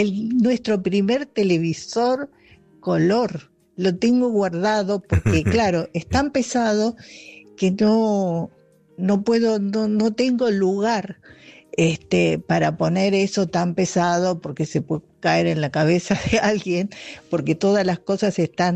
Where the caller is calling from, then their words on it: Longchamps, Buenos Aires Province, Argentina; de Longchamps.